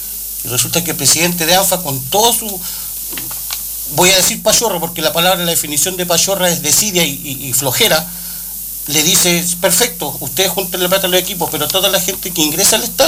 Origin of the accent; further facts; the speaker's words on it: Chile; yo soy una persona que soy nacido y criado acá en Lancoyeque.